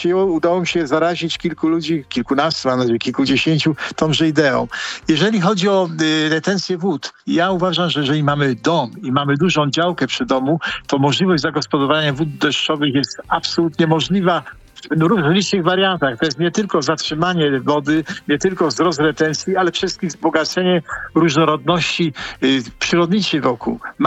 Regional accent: Greater Poland Voivodeship, Poland; zbyt, że jestem wielkopolaninem. Jakbym powiedział, że nie oszczędzam, to bym występował w idei mojego regionu.

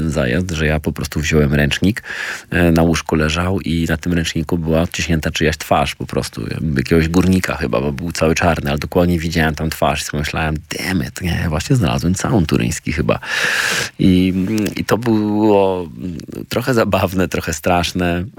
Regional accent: Zielona Góra, Lubusz Voivodeship, Poland; moved away; pojechaliśmy do Zielonej Góry i tam pamiętam właśnie moje rodzinne miasto.

